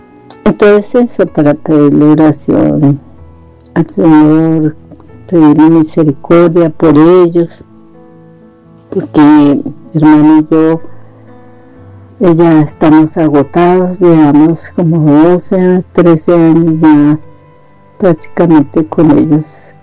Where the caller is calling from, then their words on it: Bogotá, Bogotá Capital District, Colombia; yo vivo en Fuentidón